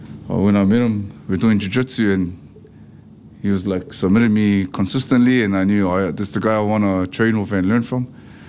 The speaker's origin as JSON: {"language": "English", "region": "Auckland", "country": "New Zealand", "tie": "born or raised there", "said": "I was raised in Otara, so there's a lot of like fighters in Otara"}